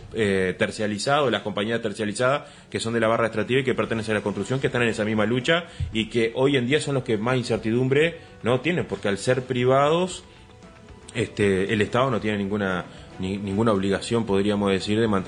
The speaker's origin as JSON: {"language": "Spanish", "region": "Paysandú", "country": "Uruguay"}